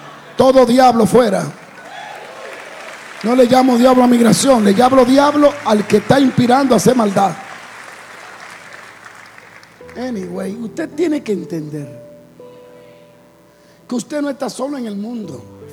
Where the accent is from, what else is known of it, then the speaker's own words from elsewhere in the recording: Dominican Republic; Yo soy dominicano.